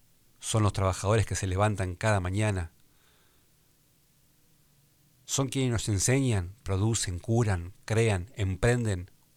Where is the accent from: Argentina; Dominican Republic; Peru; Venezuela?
Argentina; Así somos los argentinos.